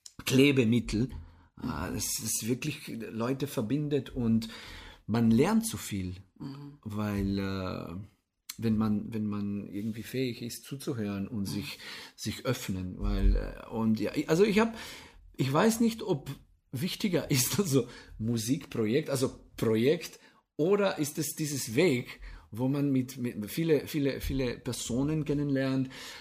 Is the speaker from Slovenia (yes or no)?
yes; Radlje ob Dravi, Carinthia, Slovenia; also born or lived in Paris, France; Ja, also ich habe in, ja, ich komme aus Radli, dann habe ich meine Mittelmusikschule